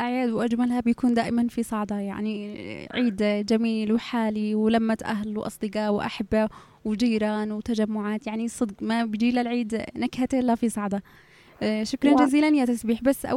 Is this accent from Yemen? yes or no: yes; Yemen; في بلادنا، يعني عندنا في اليمن